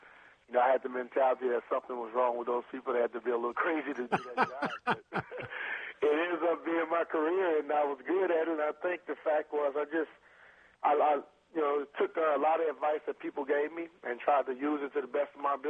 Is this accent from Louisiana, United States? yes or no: yes; Plaquemine, Louisiana, United States; I grew up in Plaquemine, Louisiana.